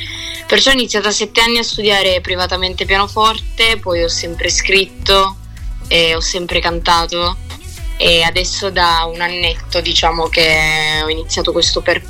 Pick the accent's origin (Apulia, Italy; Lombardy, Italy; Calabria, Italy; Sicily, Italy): Apulia, Italy; Lecce; sono salentina.